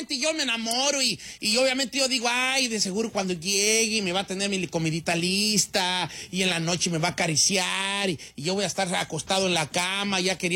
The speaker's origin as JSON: {"language": "Spanish", "area": "Pátzcuaro", "region": "Michoacán", "country": "Mexico", "moved": "yes"}